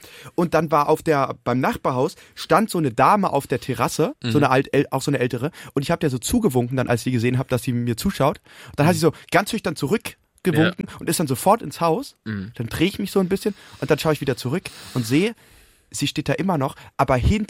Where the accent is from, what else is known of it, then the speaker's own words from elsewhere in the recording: Berlin, Germany; das Leben als Berliner ist einfach schwer, wenn man so von ganz Deutschland gehasst wird.